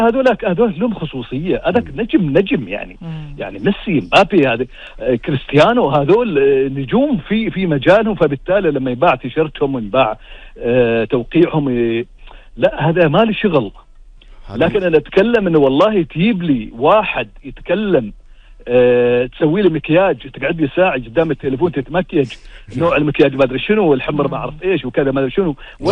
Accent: Oman

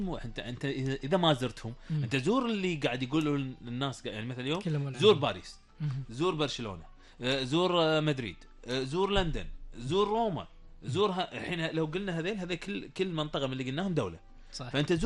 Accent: Kuwait

